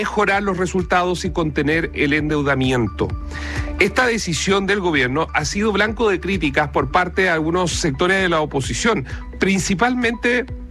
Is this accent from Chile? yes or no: yes; Chile; Esto no lo podemos olvidar, como obviamente como chilenos.